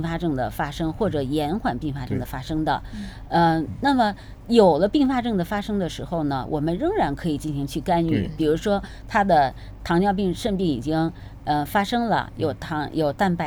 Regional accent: China

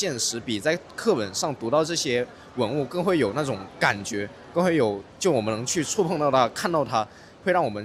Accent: Hong Kong; born there; 然後我是出生於香港的一位香港學生。

